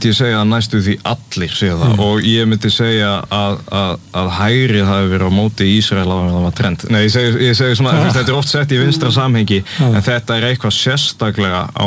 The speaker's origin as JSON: {"language": "Icelandic", "region": "Southern Region", "country": "Iceland", "said": "Og ég er úr Grímsnesinu, ég bjó í gullna hringnum"}